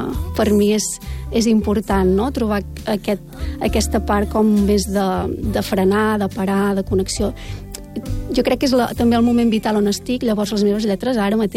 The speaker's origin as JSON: {"language": "Catalan", "town": "Borgonyà", "region": "Catalonia", "country": "Spain", "moved": "as an adult", "said": "de fet se'm nota, només obro la boca i ja tothom em diu, ostres, d'on ets? Sí, jo soc de Borgunyà, que és un poble molt petit d'Osona, a la comarca d'Osona, i fa 5-6 anys que estic per aquí."}